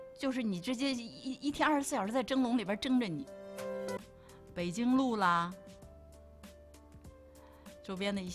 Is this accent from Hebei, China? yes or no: yes; Hebei, China; now in Northeast China; 对于我一个从山河四省之一的河北来的小伙伴来讲